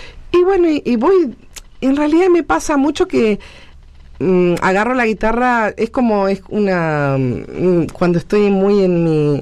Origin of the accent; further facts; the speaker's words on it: Neuquén, Argentina; estamos acá, porque somos de acá. Yo soy neuquina.